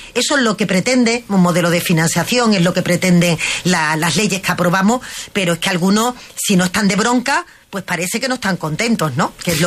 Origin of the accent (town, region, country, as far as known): Andalusia, Spain